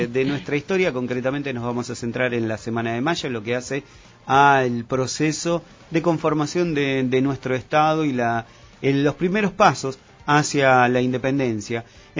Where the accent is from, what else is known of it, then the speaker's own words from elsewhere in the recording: Patagonia, Argentina; nuestra Patagonia